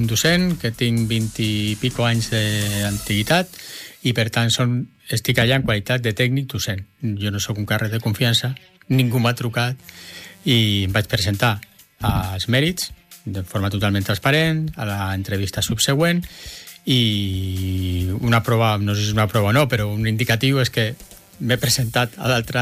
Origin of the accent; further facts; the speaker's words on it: Sant Boi de Llobregat, Catalonia, Spain; also born or lived in Rubí; now in Barberà del Vallès, Spain; jo sóc de Sant Boi, sóc del Baix